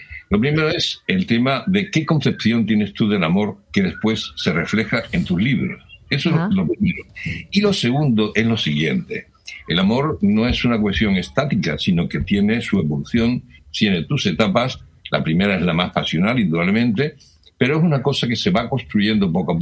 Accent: Huelva, Andalusia, Spain

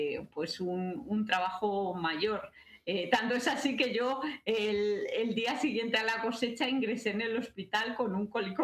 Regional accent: Guadalajara, Castilla-La Mancha, Spain; porque nosotras somos de Guadalajara y somos de Castilla

